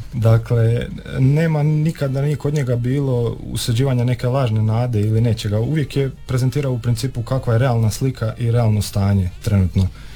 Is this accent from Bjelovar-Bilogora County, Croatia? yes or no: yes; Grubišno Polje, Bjelovar-Bilogora County, Croatia; moved away as an adult; also born or lived in Daruvar; now in Pula, Croatia; ja dolazim iz malenog grada blizu Daruvara, Grubišnog polja. Tamo sam završio osnovnu glazbenu školu, a srednju sam završio u Daruvaru. I trenutno studiram u Puli, na četvrtoj godini preddiplomske.